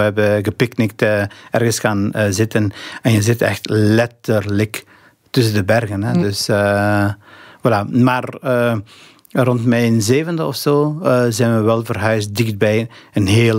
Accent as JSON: {"language": "Dutch", "country": "Albania", "tie": "born or raised there", "moved": "yes", "said": "Dat strookte helemaal niet met de realiteit waar ik ben opgegroeid. Dus het was helemaal een gesloten realiteit. Het noorden van Albanië was ook binnen Albanië zelf de armste regio van het land en eigenlijk ook de armste regio in heel Europa."}